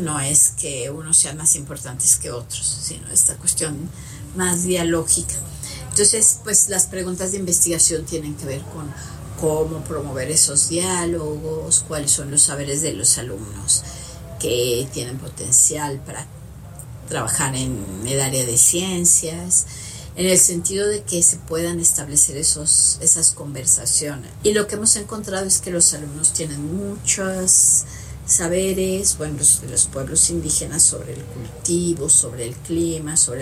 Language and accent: Spanish; Mexico